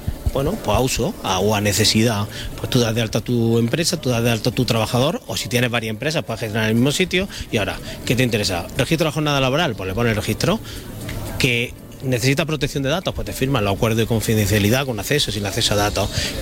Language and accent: Spanish; Úbeda, Andalusia, Spain